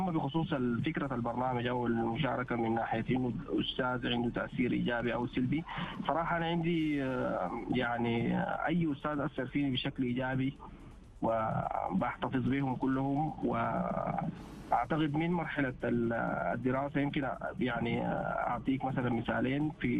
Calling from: Sudan; عندنا مثلا في السودان

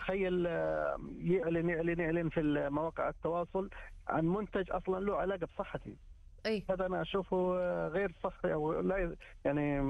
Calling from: Jeddah, Makkah Province, Saudi Arabia; أنا من جدة.

